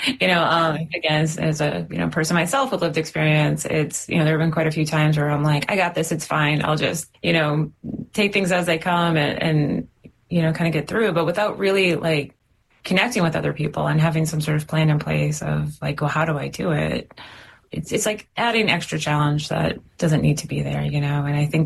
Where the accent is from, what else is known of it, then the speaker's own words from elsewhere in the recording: Boston, Massachusetts, United States; You know, I grew up down near Boston, and, you know, subways and buses and trains are just kind of part of it.